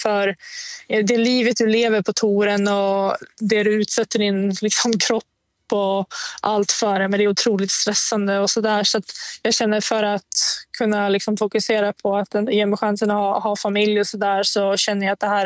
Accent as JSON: {"language": "Swedish", "country": "Sweden", "said": "Och jag bara träffar min familj liksom hemma i Sverige en vecka senaste året"}